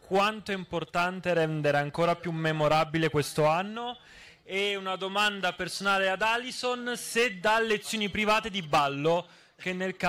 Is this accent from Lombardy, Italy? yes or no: no; Torre Annunziata, Campania, Italy; now in Reggio Emilia, Italy; da Reggio Emilia, ma nativo di Torre Annunziata, specifico.